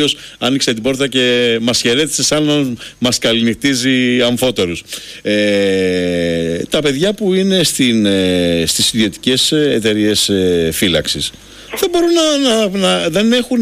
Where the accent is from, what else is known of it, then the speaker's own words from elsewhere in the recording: Crete, Greece; Και εγώ είμαι κριτικός και πολλές φορές έτσι μου κάνουν έτσι απαξιωτικά σχόλια για το νησί μου.